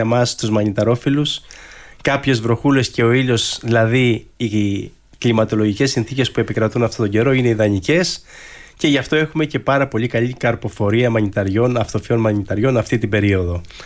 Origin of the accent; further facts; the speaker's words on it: Kalamia, West Greece, Greece; Ξεκινούσαμε από τον Καλαμιά που είναι το χωριό μου με τα γαϊδουράκια και κάναμε 3 και 4 ώρες πορεία στο βουνό για να φτάσουμε στο Χελμό και να μαζέψουμε μανιτάρια.